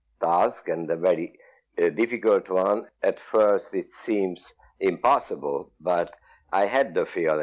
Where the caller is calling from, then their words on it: Hungary; English is a second language; I'm speaking from Hungary.